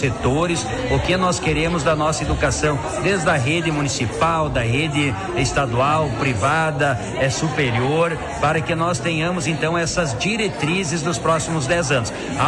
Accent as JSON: {"language": "Portuguese", "country": "Brazil", "said": "aqui nós somos brasileiros"}